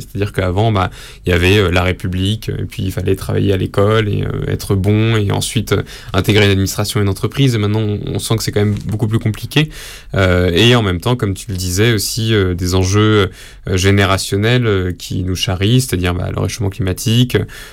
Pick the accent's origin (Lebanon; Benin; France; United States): France; Paris, Île-de-France; j'ai toujours habité à Paris